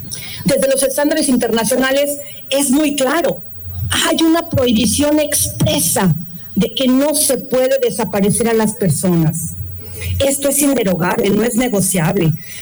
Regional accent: Mexico; Imagínense en un caso de mi propio país, el caso Alvarado Espinosa contra México.

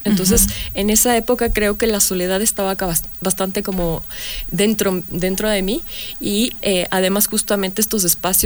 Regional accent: Quito, Pichincha, Ecuador; born there; como yo nací aquí en Quito

